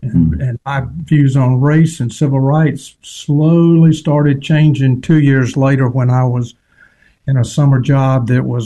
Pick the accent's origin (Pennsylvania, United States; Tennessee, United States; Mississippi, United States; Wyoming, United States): Mississippi, United States; Greenwood; So that was kind of my background in growing up in Greenwood. It was a very, very segregated town.